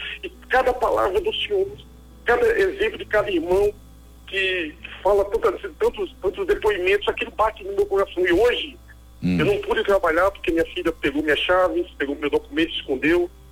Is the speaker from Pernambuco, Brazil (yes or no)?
yes; Recife, Pernambuco, Brazil; now in Brasília, Brazil; minha mãe é de Recife, eu sou de Recife também, mas estou em Brasília, tá, nesse momento, né?